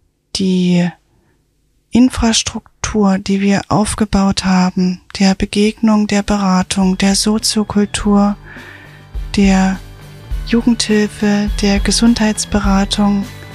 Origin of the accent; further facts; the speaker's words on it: Dresden, Saxony, Germany; meine Heimatstadt. Stadt mit ganz viel Potenzial, liebenswerten Menschen und der schönste Ort der Welt.